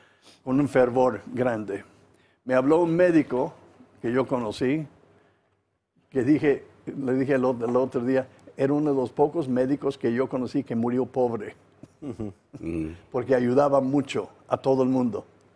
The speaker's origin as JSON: {"language": "Spanish", "country": "Mexico", "also_born_or_lived": "Tepatitlán, Jalisco", "moved": "yes"}